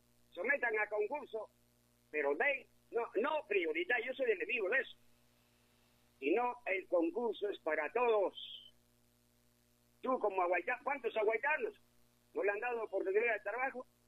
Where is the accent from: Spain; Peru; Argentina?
Peru; todos somos peruanos